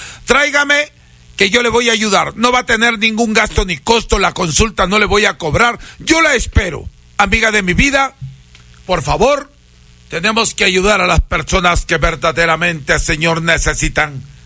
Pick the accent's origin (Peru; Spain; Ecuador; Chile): Ecuador; Píllaro, Tungurahua; Yo soy de Píllaro